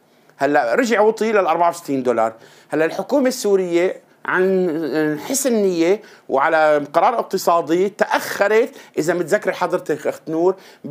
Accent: Syria; عندنا بسوريا

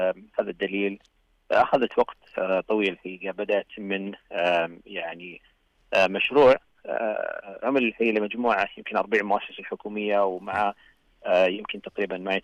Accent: Saudi Arabia; من تفردنا كسعوديين بقيمنا الإسلامية وبسلوكنا وأخلاقنا السعودية.

